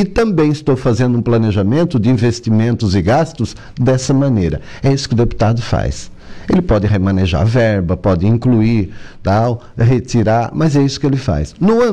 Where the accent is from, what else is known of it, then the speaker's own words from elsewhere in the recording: Forquilhinha, Santa Catarina, Brazil; born there; na localidade de São Gabriel, que fica vizinho ao São Jorge, ali Forquilinha, onde eu nasci